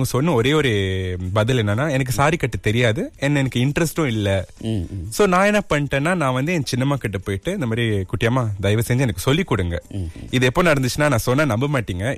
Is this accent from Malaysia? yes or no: yes; Klang, Selangor, Malaysia; நான் கிளாங் பையன், கிளாங்ல தான் பிறந்து வளர்ந்து படிச்சு அங்கதான் இருந்தேன், இங்க இப்பயும் அங்கதான் இருக்கேன்.